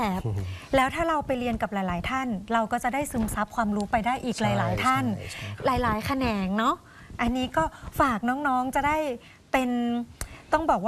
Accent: Northern Thailand, Thailand; เราเป็นคนเหนือเราเป็นคนเมือง

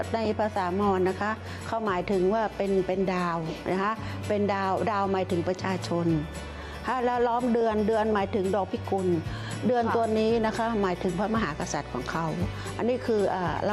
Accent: Pathum Thani, Thailand; เราเป็นคนปทุม

